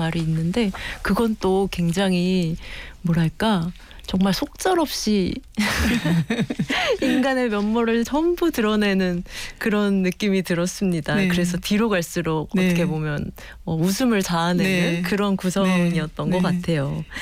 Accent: South Korea; 한국인으로서 이 DNA에서 느껴지는 어감이 주는 그 감상이 있죠.

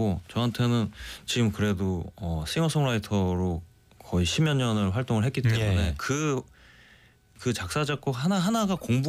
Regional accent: South Korea; first language Korean; 근데 저는 뭐 당연히 대한민국에서 나고 자랐기 때문에

